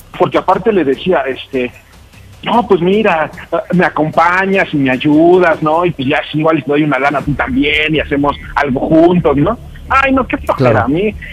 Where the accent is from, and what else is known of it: Azcapotzalco, Mexico City, Mexico